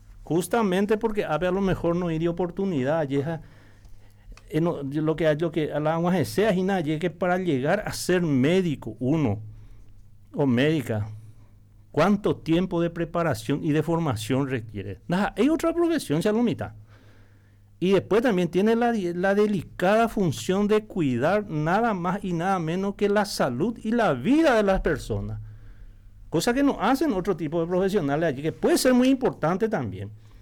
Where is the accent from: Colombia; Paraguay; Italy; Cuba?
Paraguay; como ciudadanos paraguayos también que pagamos nuestros impuestos